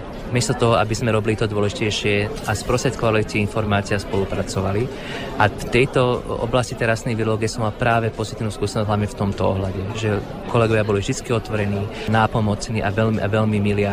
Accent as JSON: {"language": "Slovak", "town": "Trnava", "region": "Trnava Region", "country": "Slovakia", "tie": "born or raised there", "said": "v mojom rodnom meste v Trnave."}